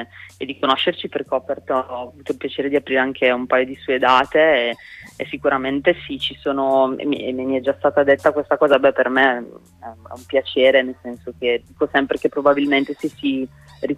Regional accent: Brescia, Lombardy, Italy; now in Bologna, Italy; Io vengo da Brescia originariamente, ormai vivo a Bologna da tanto tempo, ma Brescia è la mia città d'origine, è una città comunque che è città, ma è anche molto molto provincia

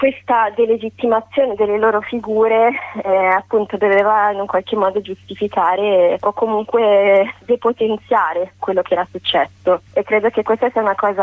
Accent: Bologna, Emilia-Romagna, Italy; io sono di Bologna, dall'interesse a capire perché è una città che ha coltivato e che coltiva tuttora in modo molto forte la memoria storica

